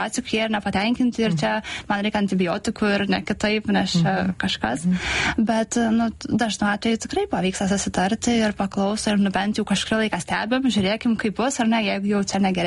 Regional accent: Kaunas, Kaunas County, Lithuania; Ne, aš irgi augau Kaune, bet baigiau Saulės gimnaziją.

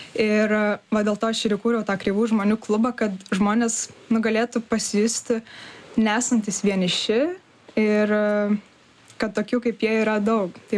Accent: Kaunas, Kaunas County, Lithuania; now in Vilnius, Lithuania; Tai va taip ir buvo, arba tau patinka Vilnius, arba tau patinka Kaunas, tai aš iš Kauno tiesiog norėjau bėgti į savo svajonių miestą

